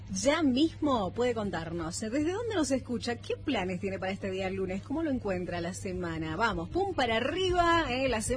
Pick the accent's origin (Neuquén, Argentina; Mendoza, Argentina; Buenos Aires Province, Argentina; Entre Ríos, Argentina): Mendoza, Argentina; Malargüe; born there; Nacimos en Malargüe